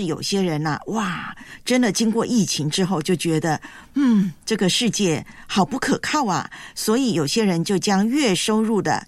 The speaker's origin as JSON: {"language": "Chinese", "country": "China"}